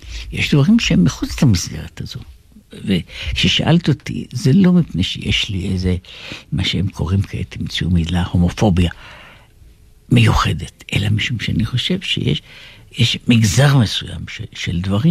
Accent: Jerusalem, Jerusalem District, Israel; עמוס עוז ואלף בית יהושע, הם לא רק בני גילי פחות או יותר, אלא אנחנו גם גדלנו באותה שכונה ממש, ממש באותה פינה בירושלים, בקרם אברהם.

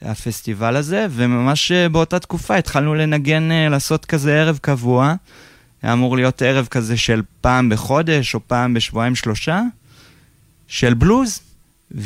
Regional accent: Haifa, Haifa District, Israel; born there; also born or lived in Kiryat Tivon / Tiberias / Hatzor HaGlilit; גרתי בקריית טבעון אצל אבי. במקור אני מחיפה. והתגלגלתי פה ושם עם כזה גירושים של ההורים ו... כל מיני בתים, אבל בגדול חיפה והצפון, והיו לי כל מיני תקופות בגליל, טבריה, חצור הגלילית.

